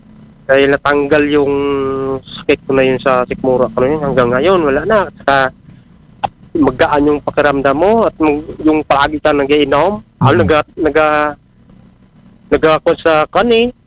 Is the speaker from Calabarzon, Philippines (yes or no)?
no; Magsaysay, Mimaropa, Philippines; Hindi, Calawag po, Magsaysay, Occidental Mindoro.